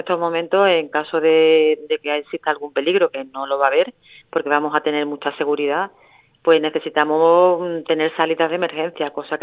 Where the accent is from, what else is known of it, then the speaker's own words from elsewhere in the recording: Ceuta, Spain; que nos traten como lo que somos, como súper españoles que somos. Y que Ceuta brille por todo lo bonito que tiene.